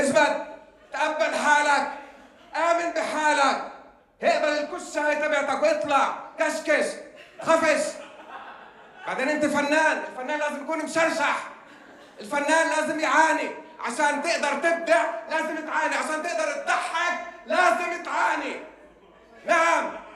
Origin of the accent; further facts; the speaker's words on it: Haifa, Haifa District, Israel; من حيفا. متأسف إنه … متأسف إنه أنا من حيفا.